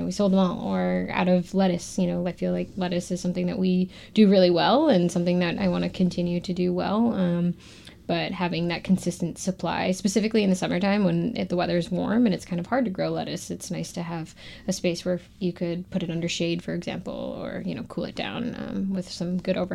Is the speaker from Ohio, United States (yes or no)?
no; Michigan, United States; moved away as an adult; also born or lived in New York City; now in Martha's Vineyard, United States; I'm from Michigan originally.